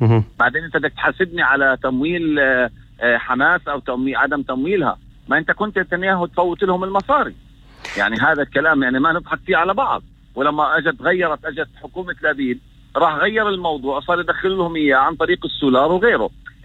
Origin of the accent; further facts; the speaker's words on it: Palestine; إحنا كفلسطينيين سواء في الضفة أو غزة أو في القدس